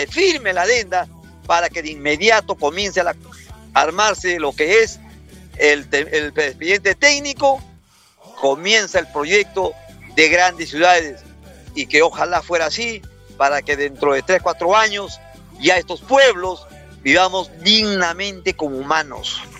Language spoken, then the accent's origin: Spanish; Nuevo Chimbote, Ancash, Peru; le digo a mi pueblo de Nuevo Chimbote y a Chimbote